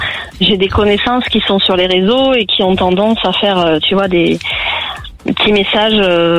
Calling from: Nouvelle-Aquitaine, France; je viens de Bruges. À côté

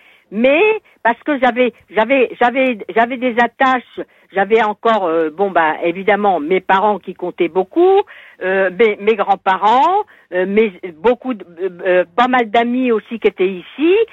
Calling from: Normandy, France; je suis normande

